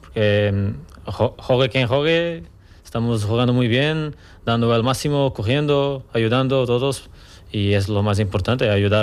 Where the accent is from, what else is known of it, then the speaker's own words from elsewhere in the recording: Algarve, Portugal; yo soy de sur de Portugal, Algarve, que es como un poco como aquí, como en Almería, la temperatura, mucho calor también, una ciudad muy pequeña también